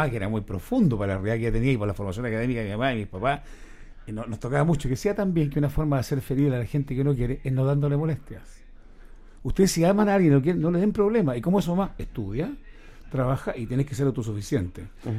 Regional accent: Cabildo, Valparaíso, Chile; soy de Cabildo y del Bellavista.

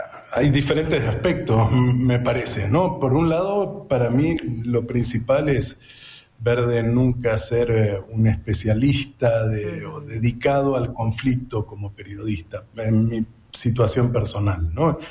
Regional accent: Argentina; born there; moved away; also born or lived in Nicaragua; nací en Argentina, en el 90 me mudé a Centroamérica, Nicaragua

